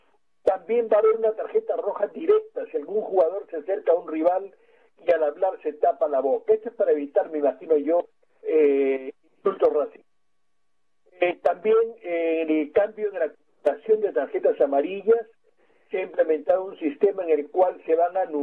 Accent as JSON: {"language": "Spanish", "country": "Peru"}